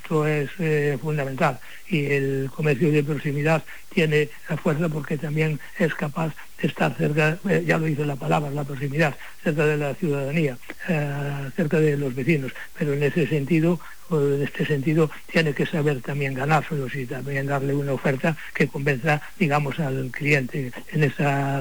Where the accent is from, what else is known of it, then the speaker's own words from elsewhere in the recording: Asturias, Spain; now in Santiago de Compostela, Spain; Es mi pueblo, ya, mi pueblo ya.